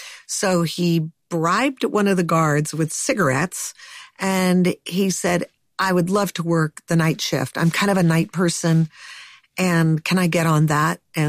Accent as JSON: {"language": "English", "town": "Hollywood Hills", "region": "California", "country": "United States", "tie": "born or raised there", "said": "I grew up in the Hollywood Hills. I thought it was like, I climbed the hills all the right. time."}